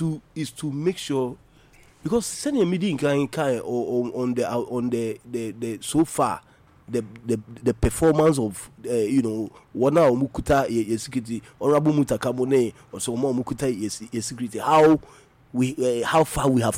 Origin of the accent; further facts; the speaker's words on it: Ghana; I'm a citizen of Ghana.